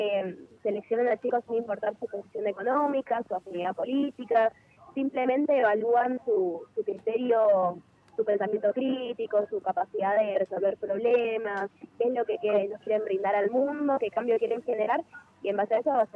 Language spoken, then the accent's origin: Spanish; Argentina; como sociedad argentina, como juventud argentina